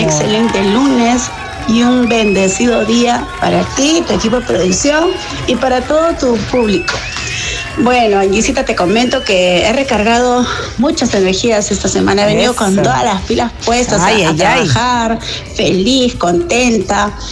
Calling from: Lima, Peru; del Cercado de Lima.

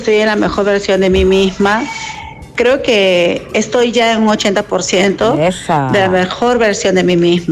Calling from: Lima, Peru; del Cercado de Lima.

